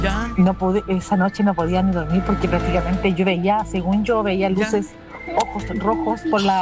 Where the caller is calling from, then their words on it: Iquique, Tarapacá, Chile; de Quique